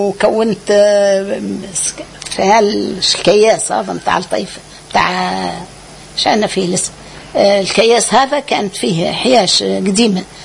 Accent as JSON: {"language": "Arabic", "region": "Medenine", "country": "Tunisia", "said": "احنا كنا من الوادي التالي والمحلة من الوادي القدال"}